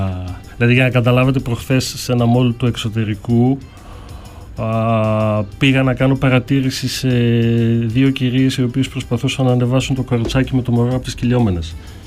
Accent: Kavala, Eastern Macedonia and Thrace, Greece; also born or lived in Stuttgart, Germany / Drama, Greece; όταν επιστρέψε όλη η οικογένειά μου, ζήσαμε στην Καβάλα, όπου εκεί μεγάλωσα, εκεί έχω τις πρώτες μου εμπειρίες και είναι η πόλη μου.

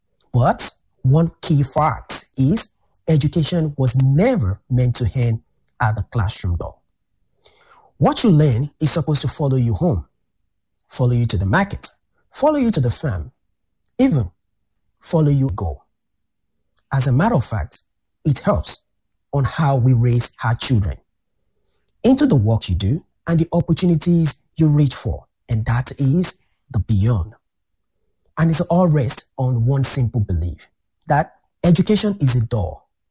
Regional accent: Ibadan, Oyo, Nigeria; I grew up in Oremeji Agugu in Ibadan.

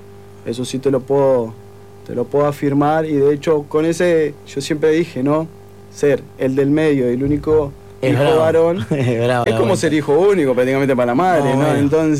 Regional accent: Montevideo, Uruguay; yo soy de Montevideo, del Cerro de Montevideo, allí viví toda mi vida.

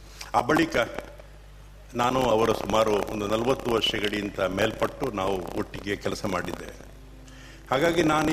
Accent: Puttur, Karnataka, India; ನಾನು ಹುಟ್ಟಿದ್ದು ಪುತ್ತೂರಿನ ಬಳಿಯ ಪುಣಿಚ ಎನ್ನುವ ಗ್ರಾಮದಲ್ಲಿ.

